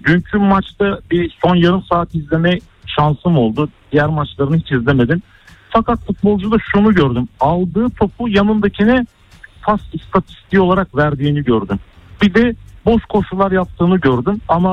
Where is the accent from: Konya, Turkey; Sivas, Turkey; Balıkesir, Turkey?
Sivas, Turkey; Biz de gururla her zaman olduğu gibi bir Sivaslı olarak Süper Lig'de takımımız var.